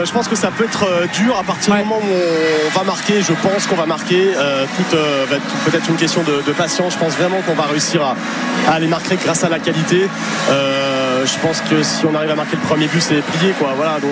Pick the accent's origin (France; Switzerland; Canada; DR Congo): France; qu'on leur dit qu'on est français